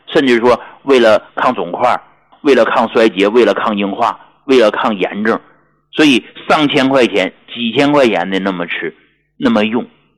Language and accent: Chinese; Hegang, Heilongjiang, China; 我说我黑龙江的，我老家黑龙江鹤岗的，闯关东的时候老父亲到的鹤岗。